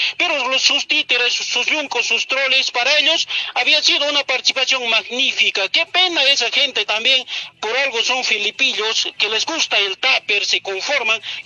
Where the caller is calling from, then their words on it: Cusco, Peru; como ciudadano que somos nosotros, los cusqueños